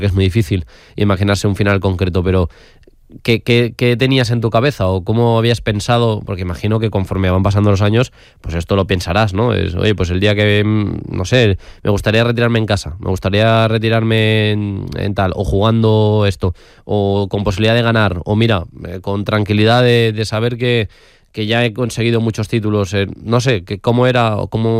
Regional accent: Valencian Community, Spain; Es que yo siempre la defiendo más que, o sea, porque evidentemente soy valenciano

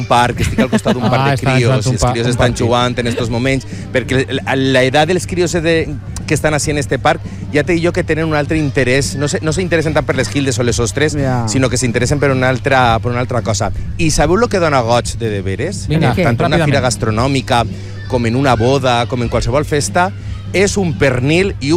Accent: Llíria, Valencian Community, Spain; Jo sóc de Llíria

